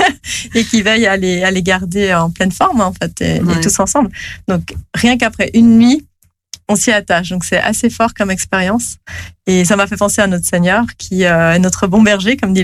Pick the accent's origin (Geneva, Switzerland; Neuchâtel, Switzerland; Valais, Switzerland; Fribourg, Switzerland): Geneva, Switzerland